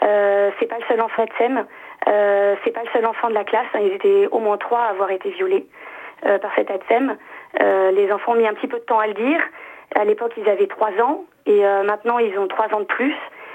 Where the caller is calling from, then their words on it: Brittany, France; Non, en Bretagne.